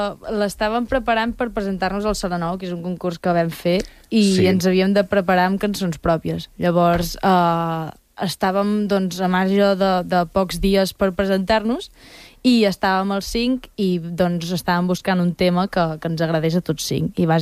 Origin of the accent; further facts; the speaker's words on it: Vic, Catalonia, Spain; ens mola molt ser d'Osona.